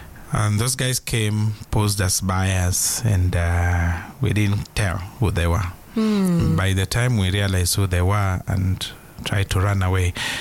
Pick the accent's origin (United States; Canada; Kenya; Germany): Kenya; Nairobi; I grew up in Ziwani, so that's right next to town.